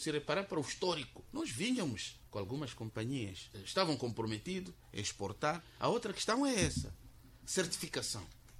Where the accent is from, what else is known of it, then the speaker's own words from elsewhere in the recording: Quelimane, Zambezia, Mozambique; Eu cresci em Kilimane, nos bairros